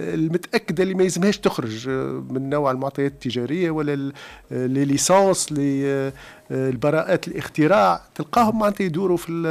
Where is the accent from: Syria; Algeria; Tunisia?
Tunisia; الشركات الصغيرة اللي عندنا في تونس